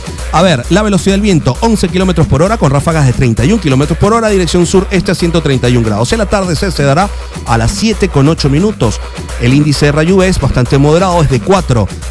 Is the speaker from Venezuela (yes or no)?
yes; Puerto La Cruz, Anzoátegui, Venezuela; En mi tierra natal, allá en Puerto La Cruz, en el estado Anzoátegui